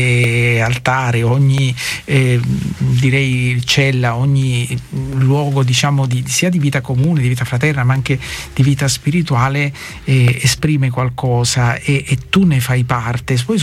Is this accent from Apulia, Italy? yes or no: yes; Lucera, Apulia, Italy; Il primo convento in cui sono entrato è quello del mio paese.